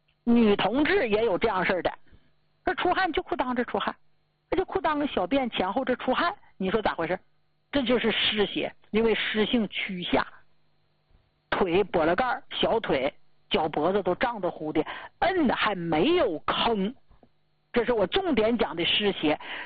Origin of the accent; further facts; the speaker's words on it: Northeast China, China; 咱们东北人都知道吧